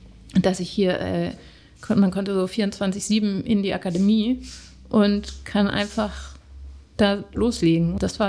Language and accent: German; Germany; accent: German; moved away as an adult; also born or lived in Netherlands; ich habe auch irgendwie das mir nicht große Mühe gegeben, irgendwie meinen deutschen Akzent zu verstecken.